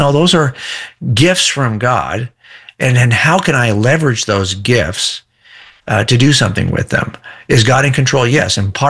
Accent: California, United States; I can demonstrate that I'm a Californian by showing you my ID, but don't ask me too many questions about the history, structure, legal systems in California

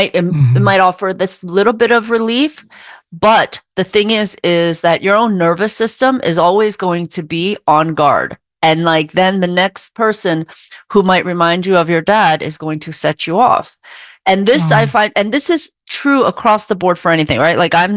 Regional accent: Philadelphia, Pennsylvania, United States; I was a latchkey kid since I was 8 years old. Like, I grew up in Philly

